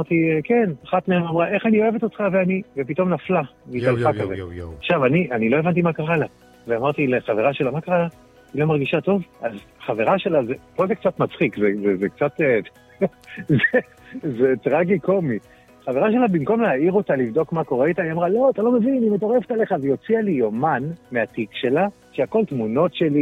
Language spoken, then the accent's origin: Hebrew; Rehovot, Central District, Israel; אני גדלתי ברחובות, ילד טוב רחובות, מה לי ולפרסום, מה לי ולזה.